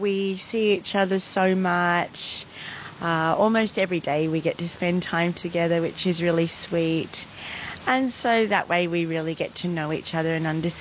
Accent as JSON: {"language": "English", "town": "Sydney", "region": "New South Wales", "country": "Australia", "tie": "born or raised there", "said": "I grew up in Sydney, but I was adopted and taken from my mum. So I know that my bloodline is Narunga way and Ghana way, so Adelaide ways."}